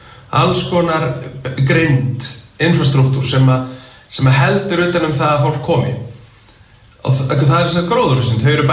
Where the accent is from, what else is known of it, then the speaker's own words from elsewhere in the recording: Northwestern Region, Iceland; Ég man eftir túnunum í Skagafirði, þegar ég ólst upp í Skagafirði